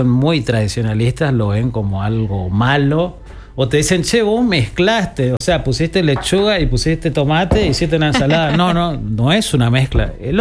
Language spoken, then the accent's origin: Spanish; Corrientes, Argentina; así me crié acá en Corrientes con chamameceros.